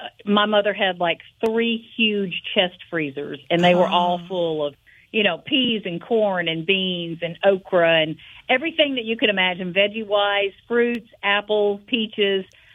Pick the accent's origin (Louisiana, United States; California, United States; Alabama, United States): Alabama, United States; Alexander City; moved away as an adult; now in Atlanta, United States; I started working at a station when I was 14, little station where I grew up in Alexander City.